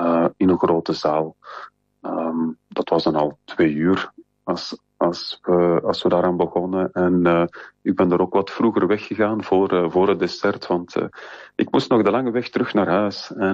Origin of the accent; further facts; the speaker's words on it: Belgium; ik weet van mezelf, ik als Belg